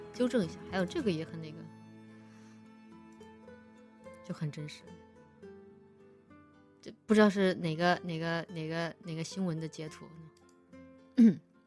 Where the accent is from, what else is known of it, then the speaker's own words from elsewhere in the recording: Chongqing, China; 在我家乡重庆哈。